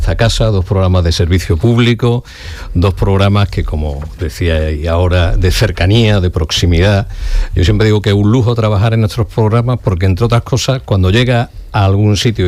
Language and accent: Spanish; Andalusia, Spain; Entonces yo casi siempre hablo de la Sierra Morena cordobesa, porque yo soy cordobés.